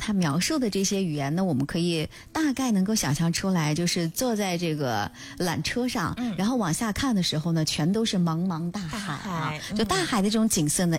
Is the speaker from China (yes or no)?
yes; China; 我们中国人都是讲究的合家团圆